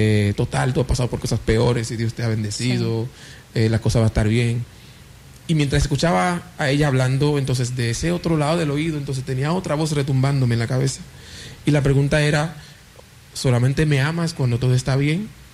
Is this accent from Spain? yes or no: no; Haiti; Spanish is a second language; Yo soy, o sea, de Haití, ¿entiendes?